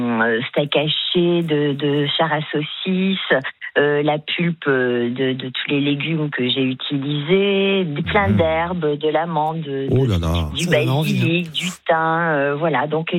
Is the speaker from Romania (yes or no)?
no; Sestas, Nouvelle-Aquitaine, France; born there; now in Normandy, France; cette belle forêt que je connais bien, puisque moi j'y suis née, le feu s'est arrêté à Sestas, c'est mon village natal.